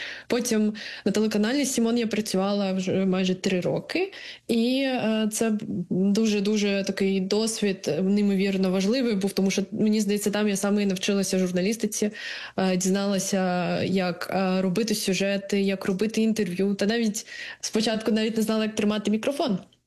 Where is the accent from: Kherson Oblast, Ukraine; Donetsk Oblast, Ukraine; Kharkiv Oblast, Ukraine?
Kharkiv Oblast, Ukraine; Kharkiv; Так, я з Харкова. Там народилися, і кілька поколінь моєї родини проживало в Харкові.